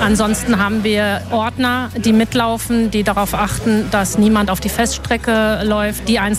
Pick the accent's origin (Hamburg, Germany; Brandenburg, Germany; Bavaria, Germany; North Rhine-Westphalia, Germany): North Rhine-Westphalia, Germany; Herne; Ich bin in Wanne-Nord groß geworden und habe so gut wie keinen Festzug halt verpasst.